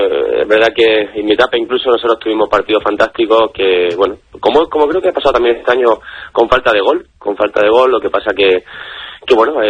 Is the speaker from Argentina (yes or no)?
no; Almería, Andalusia, Spain; Y desde aquí, que es verdad que yo soy almeriense y estoy en la ciudad